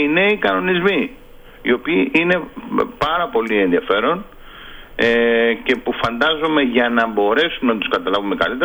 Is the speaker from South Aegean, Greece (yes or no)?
yes; Rhodes, South Aegean, Greece; Εγώ κατάγομαι από την περιφέρεια, είμαι από τη Ρόδο.